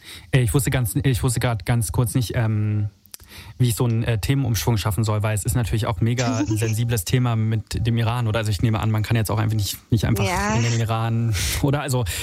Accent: Italy; moved away; ich komme aus Italien und ich war auch schon ewig nicht mehr dort.

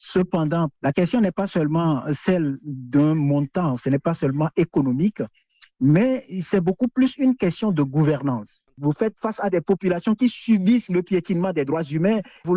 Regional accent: Togo; Et au Togo, puisque je suis togolais

